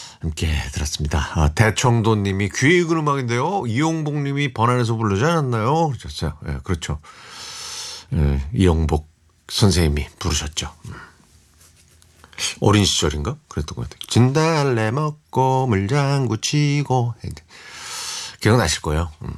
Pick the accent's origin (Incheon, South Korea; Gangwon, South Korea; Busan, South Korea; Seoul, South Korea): Seoul, South Korea; 저는 어렸을 때 삼성교 살았는데 이 대학로 쪽에서 오다 보면 왼쪽은 저 성북동이고 오른쪽은 삼선동이거든요.